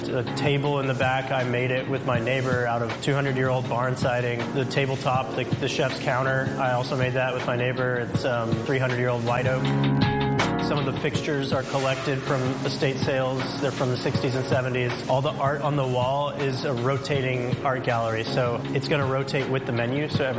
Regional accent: Houston, Texas, United States; also born or lived in Seattle, United States; I grew up in Houston, Texas. I actually went to University of Houston Bauer School of Business and I studied supply chain management. I moved to Seattle, Washington upon graduating and I worked for Amazon Fulfillment.

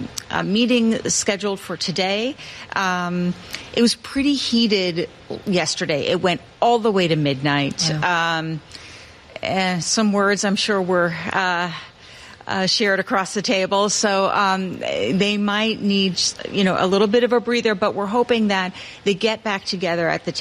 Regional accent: Midwest, United States; now in New York City, United States; We are very much a car culture, and I grew up in the Midwest, and for most Americans, it just isn't common to get on a train

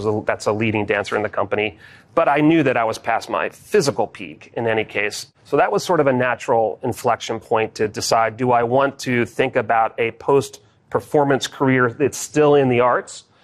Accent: New Jersey, United States; also born or lived in Philadelphia; I was born in Philadelphia. never actually lived in Philadelphia, but it was the nearest hospital to southern New Jersey, where I partly grew up.

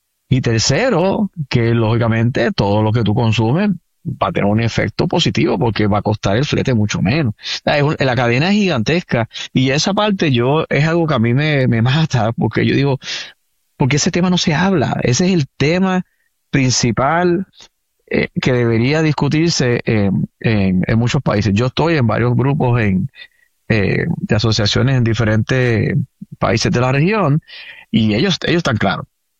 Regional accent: Puerto Rico; Y sabemos que nosotros somos, los boricuas somos locos gastando.

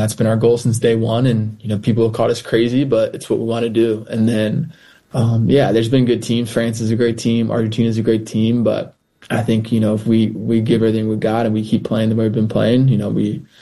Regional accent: United States

